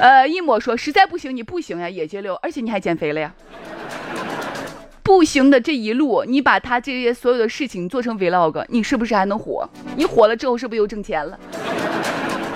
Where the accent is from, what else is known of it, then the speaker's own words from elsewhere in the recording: China; 我们中国人